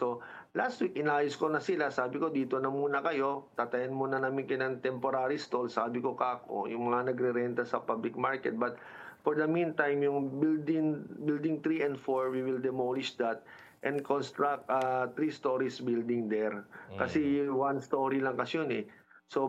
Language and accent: Tagalog; Zamboanga City, Zamboanga Peninsula, Philippines